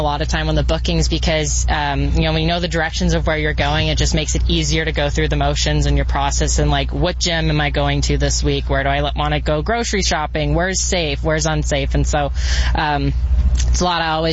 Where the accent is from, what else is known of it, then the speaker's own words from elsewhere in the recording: Canada; I mean, Canada, we have lots to be proud of. I love being Canadian.